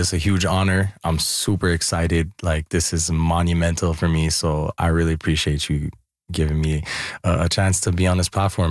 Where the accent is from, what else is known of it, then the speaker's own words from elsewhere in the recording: Montreal, Quebec, Canada; born and raised right on Workman and DeLille, right by Vinette Park.